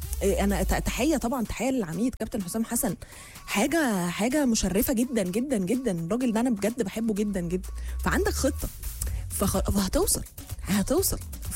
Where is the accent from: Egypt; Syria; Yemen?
Egypt; علينا احنا كمصريين